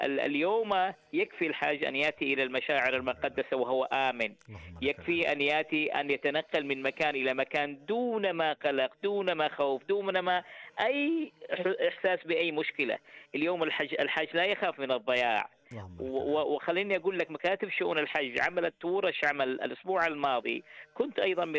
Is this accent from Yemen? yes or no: no; Saudi Arabia; نتشرف جميعا كسعوديين